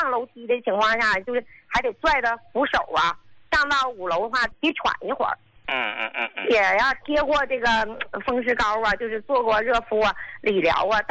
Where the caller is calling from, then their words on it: Qinhuangdao, Hebei, China; 我是秦皇岛的，